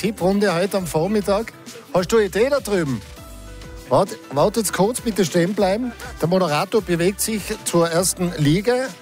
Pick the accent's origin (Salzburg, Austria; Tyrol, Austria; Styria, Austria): Tyrol, Austria; Innsbruck; wenn ich als Innsbrucker nach Berwang komme